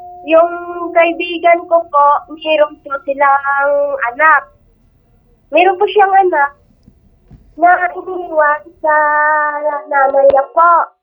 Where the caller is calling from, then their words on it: Iloilo, Western Visayas, Philippines; Taga Iloilo po.